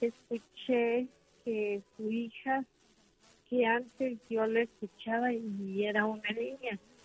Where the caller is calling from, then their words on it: Guatemala; Lo llamo de Guatemala.